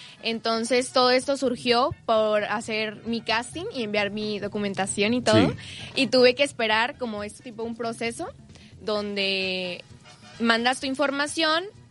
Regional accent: Veracruz, Mexico; siendo orgullosamente veracruzana.

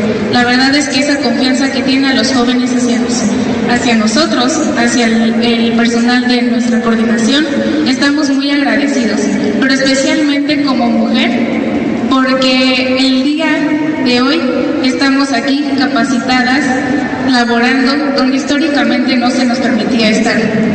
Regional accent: Puebla, Mexico; como mujer, como poblana

